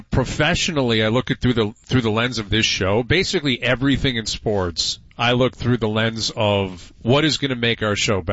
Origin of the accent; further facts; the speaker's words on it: Toronto, Ontario, Canada; growing up in Toronto